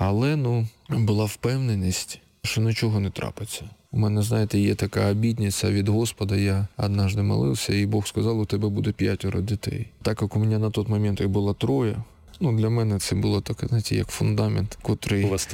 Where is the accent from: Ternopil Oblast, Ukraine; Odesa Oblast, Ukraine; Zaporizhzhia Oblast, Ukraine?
Zaporizhzhia Oblast, Ukraine; Berdiansk; це, говоримо, ми з Бердянська, ми вже як місяць в окупації.